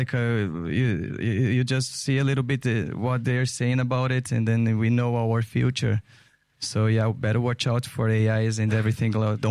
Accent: Brazil; English is a second language; In Brazil, for me, was very special because I'm from Brazil. I born in Brazil. I live part of my life there.

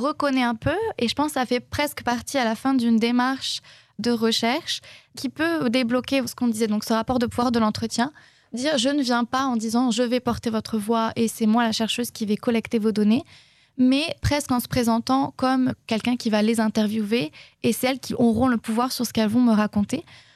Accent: France; moved away as an adult; also born or lived in Jordan; pourquoi aussi ne pas poser cette question à la société française dont je viens

